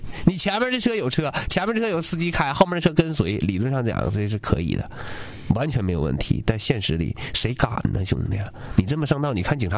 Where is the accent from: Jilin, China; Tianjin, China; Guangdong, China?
Jilin, China; Liaoyuan; 比如说我辽源人，我以后改网名啊， … ，为了纪念我的老家啊